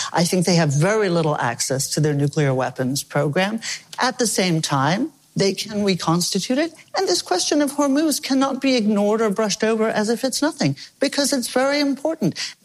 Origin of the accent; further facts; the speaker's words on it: Melbourne, Victoria, Australia; born there; I was born in Melbourne, Australia, a country that still exists.